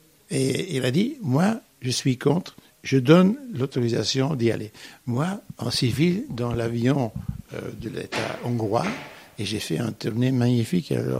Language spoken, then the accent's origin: French; Belgium; je suis belge, mais je suis en dehors